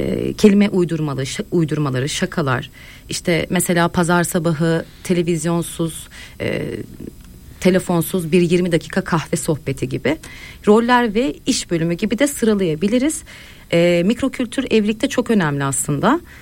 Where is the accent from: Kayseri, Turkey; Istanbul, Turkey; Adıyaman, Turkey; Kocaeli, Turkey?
Istanbul, Turkey; born there; Tabii ki. … İstanbul Kadıköy doğumluyum.